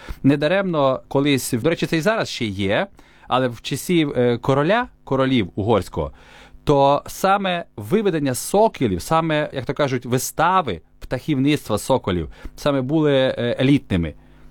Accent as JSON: {"language": "Ukrainian", "town": "Khust", "region": "Zakarpattia Oblast", "country": "Ukraine", "tie": "born or raised there", "moved": "as an adult", "lives_now": "Hungary", "said": "Тому що я є українець. Я народився в Україні, моє серце українське, я звідти, в мене там батьки, я там виріс, я українець."}